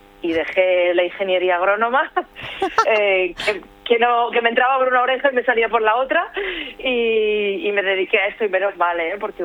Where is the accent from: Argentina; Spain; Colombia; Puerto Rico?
Spain; Pamplona, Navarre; Yo soy de Pamplona